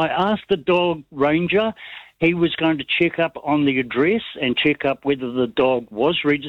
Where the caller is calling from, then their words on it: New Zealand; I'm Kiwi and proud of it.